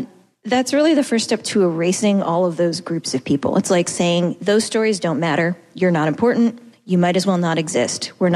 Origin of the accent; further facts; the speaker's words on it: Boston, Massachusetts, United States; I come from Boston, and even in Boston and around Massachusetts, book bans are an issue.